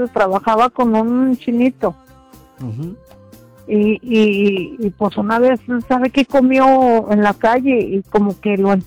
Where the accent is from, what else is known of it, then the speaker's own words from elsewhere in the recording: Calera, Zacatecas, Mexico; yo vivía en la estación. Bueno, de chiquilla y de grande ya vivía en Calera.